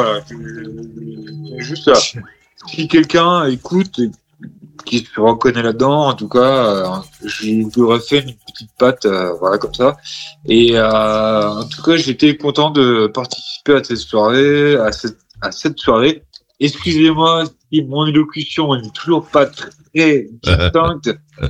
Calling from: Rostrenen, Brittany, France; chez moi à Rostrenin, dans le 22.

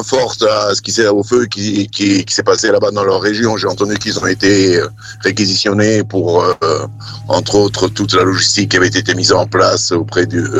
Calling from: Toulouse, Occitanie, France; en tant que Toulousain

